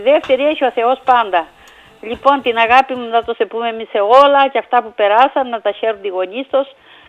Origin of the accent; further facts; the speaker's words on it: Greece; moved away; στο χωριό μου, ναι, το Νεφιά.